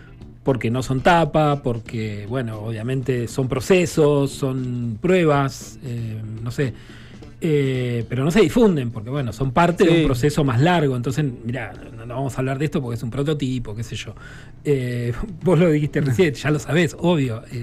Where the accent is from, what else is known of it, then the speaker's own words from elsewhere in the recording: Argentina; a mí como argentino común